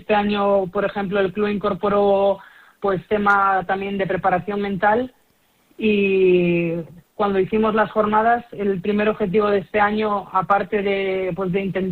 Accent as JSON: {"language": "Spanish", "town": "Cangas", "region": "Galicia", "country": "Spain", "tie": "born or raised there", "moved": "yes", "said": "me incorporo pues al club de mi pueblo y donde empecé y pues voy a empezar la labor de preparadora física y de entrenadora en el club de remo de Cangas."}